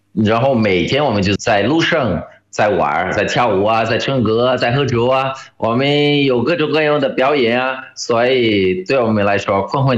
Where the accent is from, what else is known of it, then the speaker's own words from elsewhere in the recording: Recife, Pernambuco, Brazil; 但是城市不太近的，因为比如说我的老家就是雷西菲靠海。